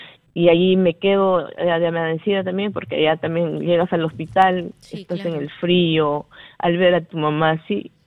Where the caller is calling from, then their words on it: Lima, Peru; Lo estoy llamando de Zárate, San Juan del Lurigancho.